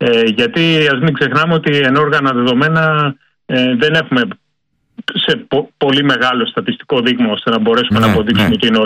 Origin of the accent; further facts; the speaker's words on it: Greece; moved away as an adult; now in Kent, United Kingdom; εμείς ως Έλληνες, ξέρω εγώ, έχουμε μεγαλώσει η Ελλάδα, έχω ζήσει σε συνθήκες κάψωνα.